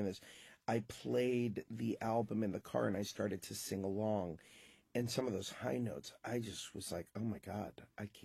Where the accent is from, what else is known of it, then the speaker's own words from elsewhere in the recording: Hollywood, Florida, United States; I grew up in South Florida, and Hollywood, Florida did not have many